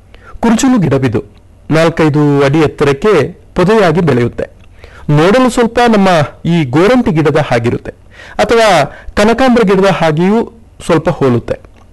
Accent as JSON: {"language": "Kannada", "area": "Kodagu", "region": "Karnataka", "country": "India"}